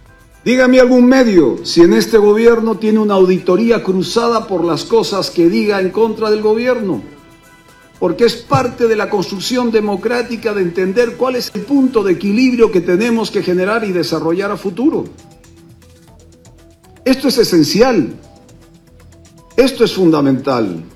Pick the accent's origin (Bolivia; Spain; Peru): Bolivia; nosotros los bolivianos